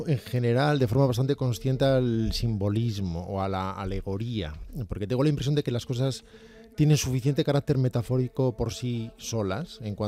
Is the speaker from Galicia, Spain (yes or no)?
yes; Galicia, Spain; Soy gallego.